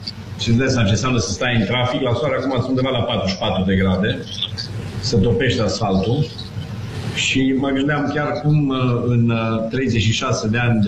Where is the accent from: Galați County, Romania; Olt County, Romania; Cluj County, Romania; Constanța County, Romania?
Cluj County, Romania; Cluj-Napoca; de unde ești, din Cluj